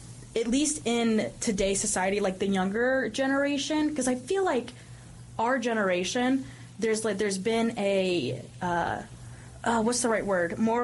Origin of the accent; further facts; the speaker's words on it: Bible Belt, United States; But I grew up in the Bible Belt. So it's like I was one of two Catholics in my graduating class